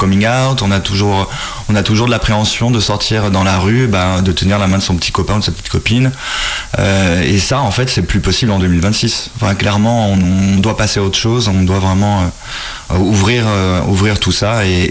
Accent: Bourgoin-Jallieu, Auvergne-Rhône-Alpes, France; Et moi, je suis né ici à Bourgoin, et j'ai fait une partie de ma scolarité ici, donc au collège et au lycée

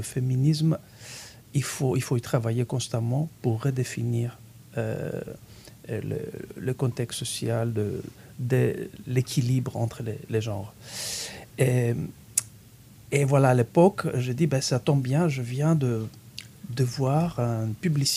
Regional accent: Greece; French is a second language; moved away; Quand j'ai grandi en Grèce, je n'ai pas eu cette chance, venant d'une famille ouvrière.

